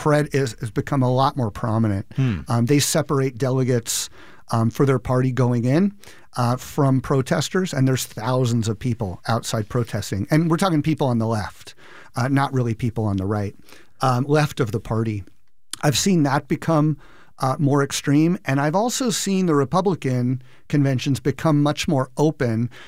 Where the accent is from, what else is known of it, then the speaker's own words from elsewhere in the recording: Tucson, Arizona, United States; look, I'm a teacher from Tucson, Arizona. I teach government and politics.